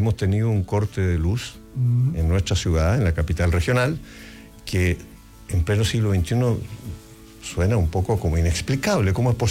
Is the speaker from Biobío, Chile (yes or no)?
no; Coyhaique, Aysén, Chile; Y después estuve internado en Puerto Aysén, en el liceo. Y después regresé a Coyhaique, a mi pueblo, y aquí terminé mis estudios secundarios.